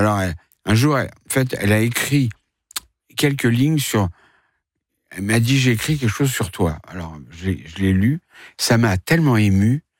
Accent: Paris, Île-de-France, France; je suis né à Paris, et j'ai été élevé seul au début par ma mère.

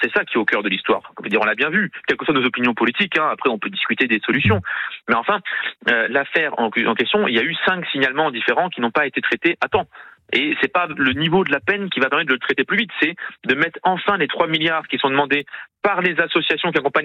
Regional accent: Toulouse, Occitanie, France; en tant que Toulousain

